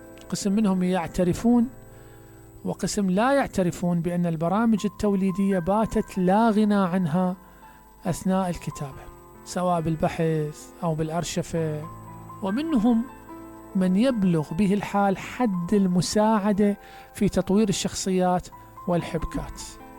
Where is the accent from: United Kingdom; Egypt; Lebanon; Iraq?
Iraq; Basra, Basra Governorate; احنا عندنا بالبصرة هنا